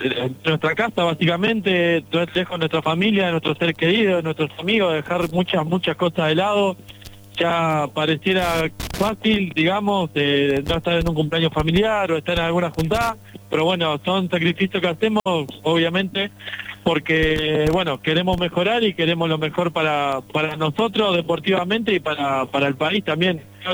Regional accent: Delta del Tigre, San José, Uruguay; somos los dos de San José, de Delta del Tigre, y entrenamos en el río Santa Lucía

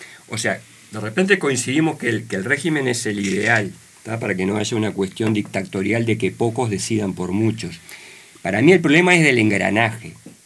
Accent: Uruguay; somos uruguayos

